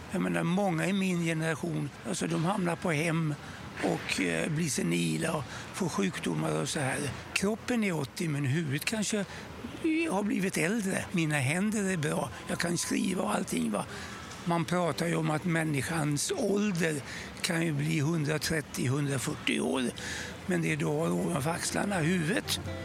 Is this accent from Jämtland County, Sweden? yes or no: yes; Östersund, Jämtland County, Sweden; jag är från Östersund och jag har en fråga att ställa.